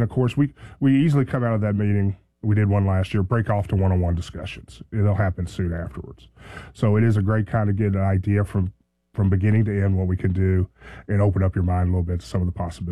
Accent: Kentucky, United States; now in Fayetteville, United States; I grew up outside Fort Campbell.

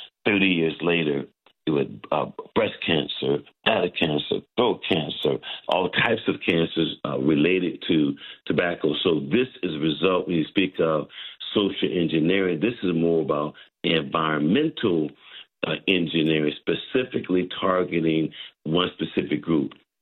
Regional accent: Oklahoma, United States; I'm from Oklahoma

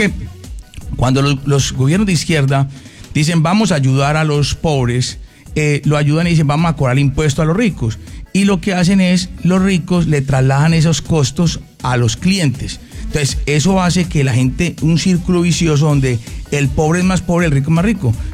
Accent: Colombia

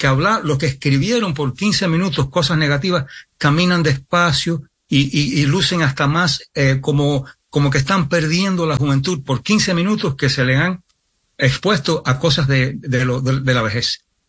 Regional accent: New York, United States; Cuando yo me crié en Nueva York y vivía en un barrio donde no había muchos hispanos, mi familia es de España, pero hispanos.

